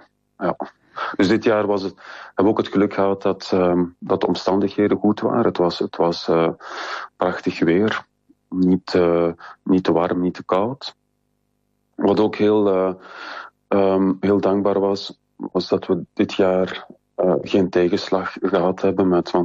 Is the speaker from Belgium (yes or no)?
yes; Belgium; Dus ik weet van mezelf, ik als Belg, en dan was er ook nog een Spanjaard.